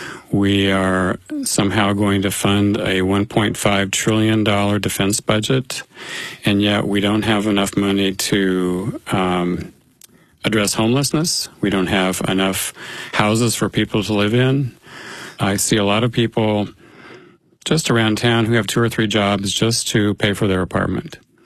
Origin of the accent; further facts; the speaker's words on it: Denver, Colorado, United States; When I grew up in Denver in the 1950s, all seemed relatively glorious.